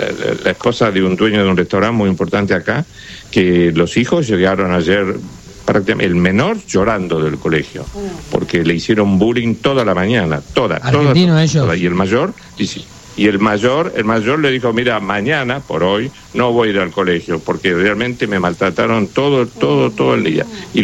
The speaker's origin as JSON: {"language": "Spanish", "country": "Argentina", "said": "el maltrato que hemos tenido los argentinos en las últimas 48 horas es bestial."}